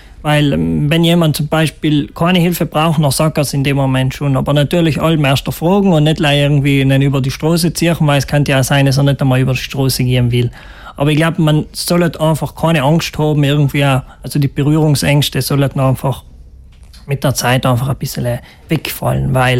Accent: Trentino-Alto Adige, Italy; Also nächstes Jahr sind wir Südtiroler wieder dran, es zu organisieren.

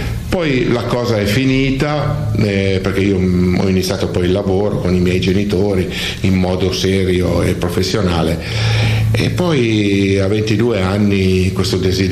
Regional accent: Gaglianico, Piedmont, Italy; also born or lived in Trivero; now in Casale Monferrato, Italy; E sono nato lì, a 6 anni con i miei genitori ho lasciato il paese e sono sceso alla periferia di Biella, in un paese di nome Gaglianico, perché i miei genitori hanno rilevato un ristorante, una trattoria. E quindi io sono cresciuto con i miei genitori, lì

